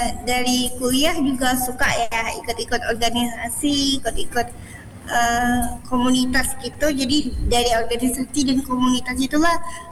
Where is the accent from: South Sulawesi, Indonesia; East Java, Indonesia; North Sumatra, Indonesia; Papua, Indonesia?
North Sumatra, Indonesia; Medan; now in Jakarta, Indonesia; Asal saya itu dari Kota Medan, Sumatera Utara. Dan sekarang itu domisilinya di Jakarta.